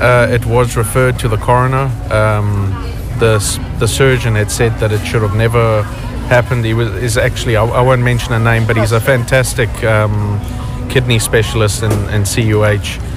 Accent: Scotland, United Kingdom; accent: South African; also born or lived in South Africa; now in Cork, Ireland; Yeah, it's a South African accent. Grew up in Scotland, so yeah.

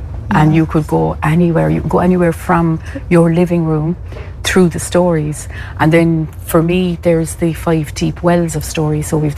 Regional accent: Cork, Munster, Ireland; When I was growing up, I grew up in Mayfield in Cork, which is the north side. You know, it would have been seen as the poor side

